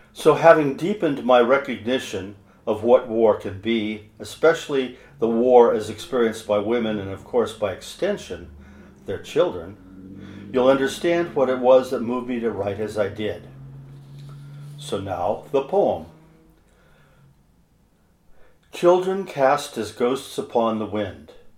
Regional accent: Cottage Grove, Oregon, United States; I am a writer from Cottage Grove, Oregon.

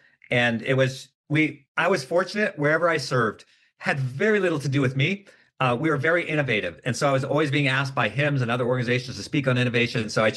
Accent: Germany; and I'm originally from Germany.

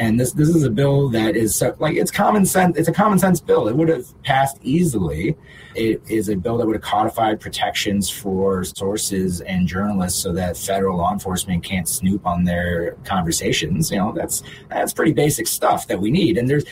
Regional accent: United States; as an American

